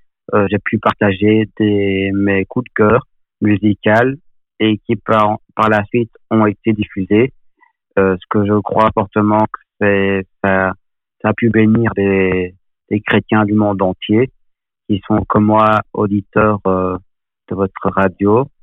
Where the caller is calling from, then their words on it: Nivelles, Wallonia, Belgium